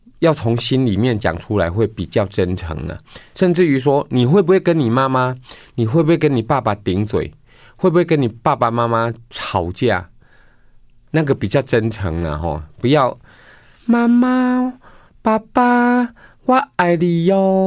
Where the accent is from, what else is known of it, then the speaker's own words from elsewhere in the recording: Taiwan; 我们台湾人